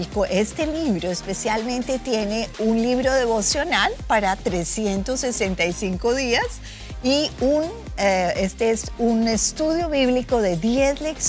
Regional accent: Colombia; Yo soy colombiana, ya lo dije

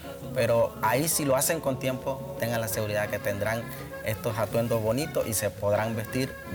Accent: Herrera, Panama; somos de la provincia de Herrera.

